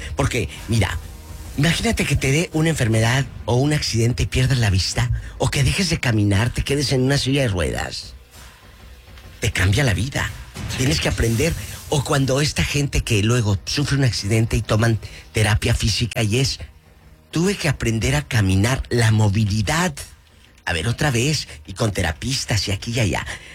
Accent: Matamoros, Tamaulipas, Mexico; Matamoros, de mi tierra.

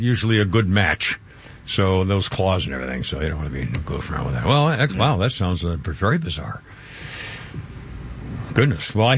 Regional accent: New England, United States; Well, growing up in New England, where you go out in the, you know, the woods area and the tourist areas

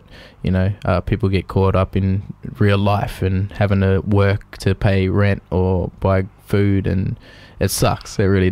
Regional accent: Mildura, Victoria, Australia; You know, she was an elder of the community I grew up in Mildura.

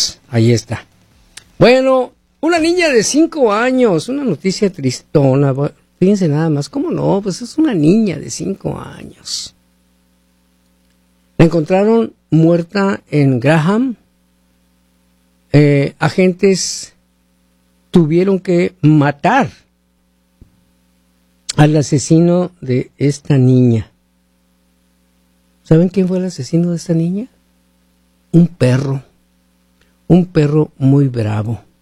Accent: Mexico; now in United States; tú eres de México, yo soy de México

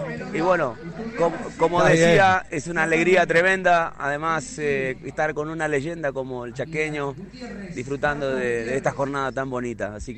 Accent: Corrientes, Argentina; now in Paraguay; Yo soy correntino, pero vivo en Paraguay.

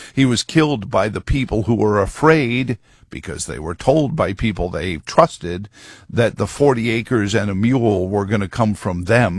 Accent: Virginia, United States; our past is we were also the home of Buck versus Bell, very infamous Supreme Court decision in which my home state's ability to sterilize black women because they were on public assistance.

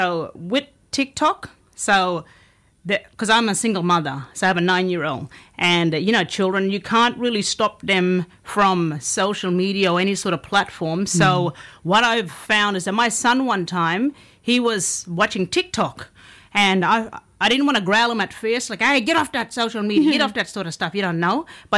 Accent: Yarrabah, Queensland, Australia; So we grew up out in Yarraba, out on the farm, and we call it the old house.

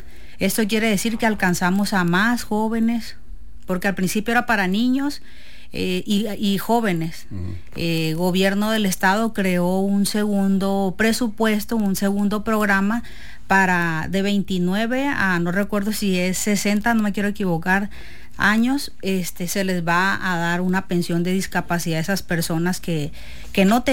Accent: Estación Dimas, Sinaloa, Mexico; pues está muy cerca de Estación Dimas, del pueblo de donde yo soy.

